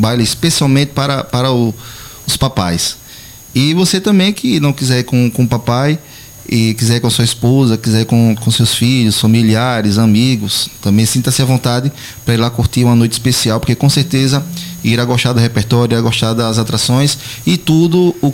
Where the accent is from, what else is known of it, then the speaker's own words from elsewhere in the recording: Brazil; Sou de lá, do Bar Vermelho.